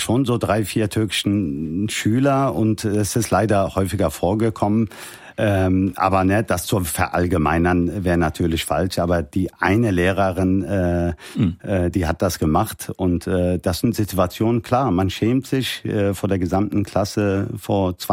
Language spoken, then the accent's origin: German; Cologne, North Rhine-Westphalia, Germany; Ich bin in Köln-Mühlheim aufgewachsen.